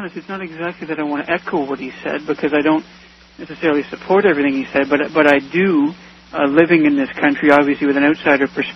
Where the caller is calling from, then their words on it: Montreal, Quebec, Canada; Yes, hi, I'm calling from Montreal.